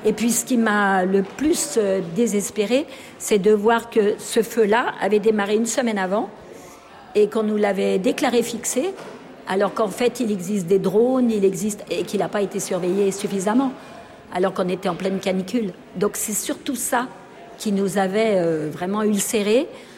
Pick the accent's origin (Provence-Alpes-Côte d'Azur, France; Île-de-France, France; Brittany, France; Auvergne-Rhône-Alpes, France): Auvergne-Rhône-Alpes, France; Jonchères; je viens de Jonchère.